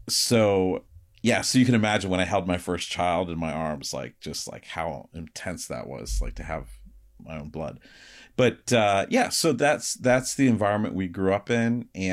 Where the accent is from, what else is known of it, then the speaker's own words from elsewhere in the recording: Michigan, United States; So I grew up in Michigan